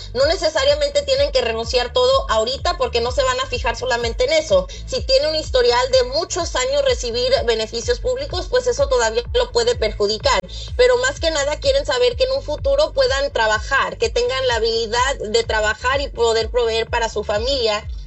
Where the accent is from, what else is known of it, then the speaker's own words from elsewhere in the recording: Uruapan, Michoacán, Mexico; born there; moved away; yo nací en Michoacán, yo nací en Uruapan.